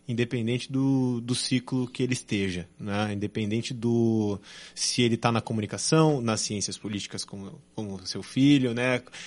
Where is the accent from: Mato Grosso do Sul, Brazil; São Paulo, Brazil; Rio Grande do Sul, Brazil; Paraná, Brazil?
Paraná, Brazil; Curitiba; also born or lived in Rio de Janeiro / United States; Eu sou nascido em Curitiba, nasci aqui e com 1 ano e meio eu fui para o Rio de Janeiro, meu pai é carioca. E aí nós só moramos lá 2 anos, 2 anos e meio, daí voltamos para Curitiba e aí desde então estou aqui